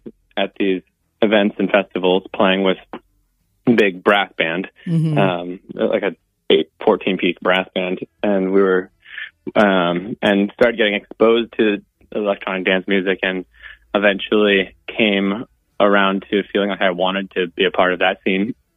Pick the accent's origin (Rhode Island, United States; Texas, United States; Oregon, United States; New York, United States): Oregon, United States; Portland; I grew up around Portland.